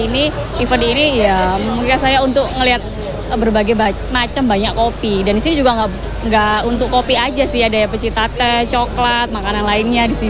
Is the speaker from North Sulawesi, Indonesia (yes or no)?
no; Surabaya, East Java, Indonesia; Saya dari Surabaya asli sih